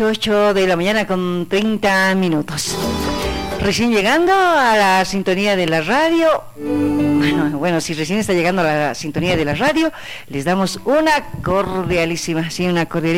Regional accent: Bolivia; Somos todos los bolivianos.

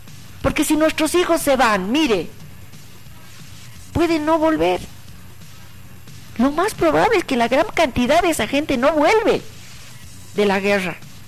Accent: Bolivia

